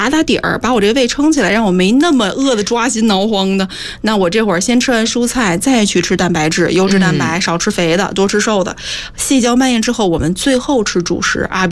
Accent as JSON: {"language": "Chinese", "region": "Northeast China", "country": "China", "accent": "Northeastern Mandarin (东北话)", "said": "我们说东北话一句话就是说很呆呆的"}